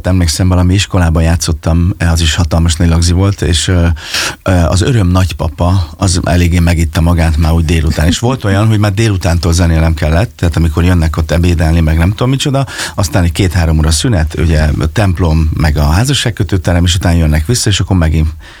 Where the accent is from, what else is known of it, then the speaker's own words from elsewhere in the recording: Fényeslitke, Szabolcs-Szatmár-Bereg, Hungary; also born or lived in Kisvárda; Hát ugye én Fényeslétkén nőttem föl, és Kisvárdán születtem, és hát ott a megyében